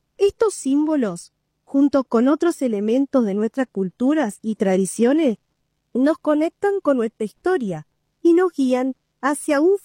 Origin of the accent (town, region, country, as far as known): Uruguay